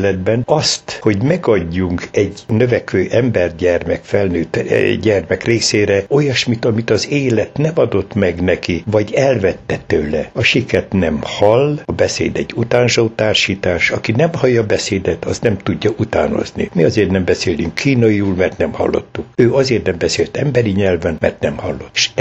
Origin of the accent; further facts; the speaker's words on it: Pocsaj, Hajdú-Bihar, Hungary; also born or lived in Debrecen; Otthon töltöttük gyermekkorunkat, elemi iskolát Pocsajban, illetve Debrecenbe jártam a görögkatolikusban, majd polgáriskolába kerültem.